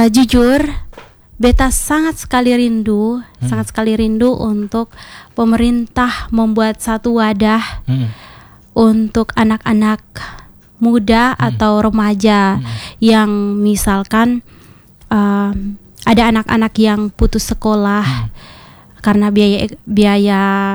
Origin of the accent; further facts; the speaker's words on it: East Nusa Tenggara, Indonesia; kita ini orang TTS. Tanahnya memang kering.